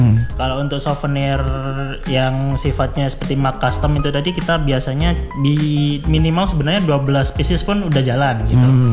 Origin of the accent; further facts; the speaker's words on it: Java, Indonesia; Kita juga nggak kalah nih dari Jawa. Saya sendiri juga dari Jawa gitu.